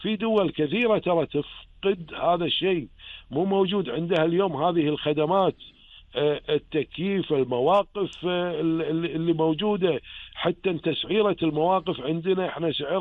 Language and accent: Arabic; Kuwait; هذا انا مو كوني انا كويتي